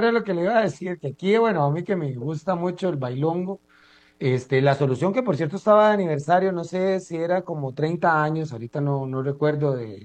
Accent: San Sebastián, San José, Costa Rica; yo soy de San Sebastián, así que no me queda tampoco tan lejos.

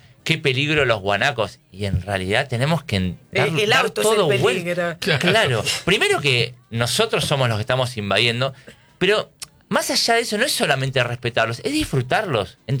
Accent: Buenos Aires, Argentina; born or raised there

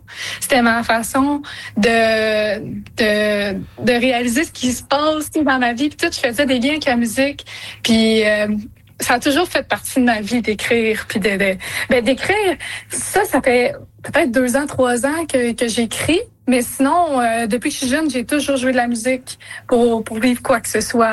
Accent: Mont-Joli, Quebec, Canada; now in Rivière-du-Loup, Canada; un petit village à côté de Rivière-du-Loup, dans le fond, là, pour le moment. Mais sinon, j'habite à Rivière-du-Loup, mais sinon, je suis d'origine de Montjoly. C'est de là que je viens, où est-ce que j'ai grandi. Puis c'est ça, là, je suis présentement là, dans un petit village

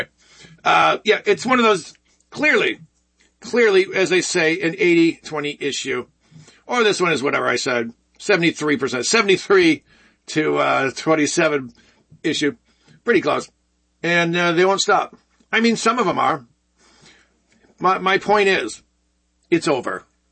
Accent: Michigan, United States; my home state of Michigan

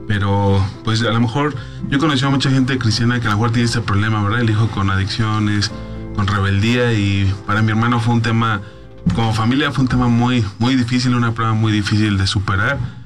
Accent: Ixtapaluca, State of Mexico, Mexico; Yo he visto en internet, en mismo ahí donde nosotros somos de Ixtapaluca, y vamos a centros de rehabilitación en Ixtapaluca

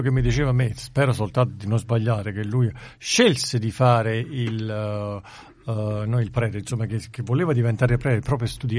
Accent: Campania, Italy; Il fiume Sabato, dalle nostre parti

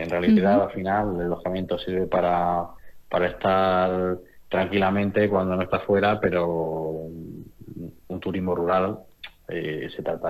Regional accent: Galera, Andalusia, Spain; para los que somos de Galera

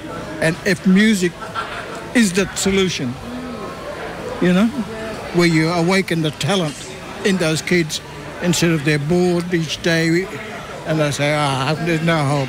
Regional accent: Queensland, Australia; I'm from Mission myself. I've lived on Mission.

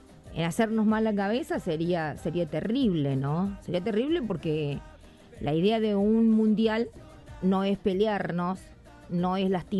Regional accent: Argentina; Scaloni es nuestro, todos los demás también son nuestros. Todos, sí, todos, chicas, todos son nuestros. Somos argentinos.

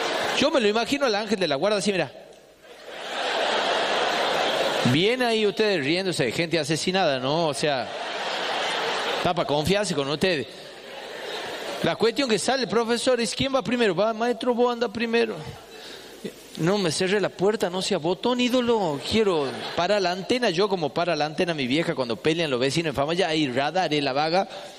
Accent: Famaillá, Tucumán, Argentina; me dieron el carnet de manejo en la dirección de tránsito de la municipalidad de Famayá, en mi pueblo natal

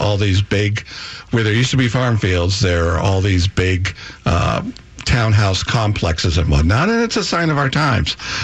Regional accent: Massachusetts, United States; now in Frederick, United States; I'm from Taxachusetts

